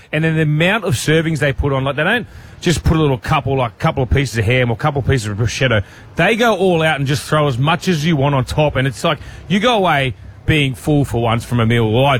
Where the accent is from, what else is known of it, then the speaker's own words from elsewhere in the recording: Leichhardt, New South Wales, Australia; Well, Kat, you know I love my Italian. I grew up in Leichhardt.